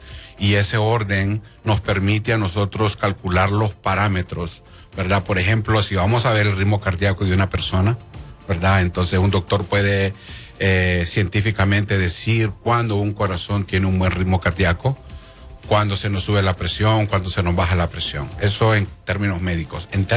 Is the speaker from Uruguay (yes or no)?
no; Honduras; moved away as an adult; now in Albuquerque, United States; Yo soy de Honduras, vine aquí, no hablaba inglés